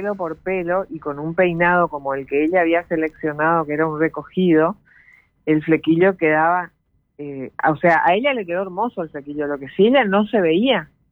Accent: Paso de los Libres, Corrientes, Argentina; born there; De Paso de los Libres.

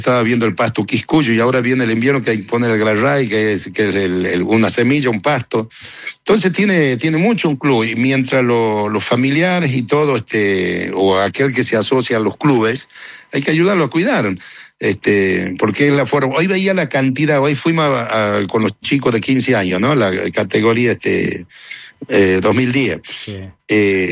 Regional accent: Chaco, Argentina; born there; acabo de venir porque vengo del Chaco. Vos sabés que yo armé una cancha de fútbol allá donde yo nací, donde era el cerco de mi mamá.

